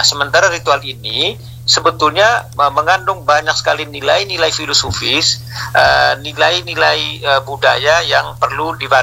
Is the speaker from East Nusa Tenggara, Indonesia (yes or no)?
yes; Manggarai, East Nusa Tenggara, Indonesia; di kampung saya, misalnya di Rangat, Desa Bailolos ya